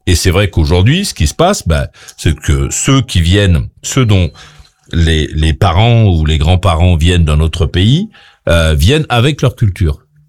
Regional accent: France; chez nous en France

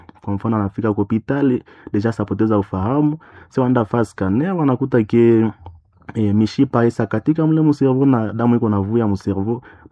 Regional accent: DR Congo; en Afrique et chez nous, en RDC en particulier.

